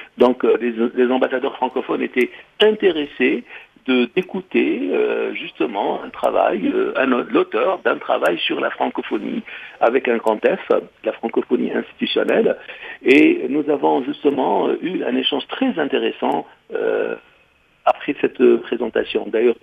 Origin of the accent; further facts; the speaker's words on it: Tunisia; En tant que Tunisien, passionné par cette dynamique culturelle qui a eu lieu en Tunisie.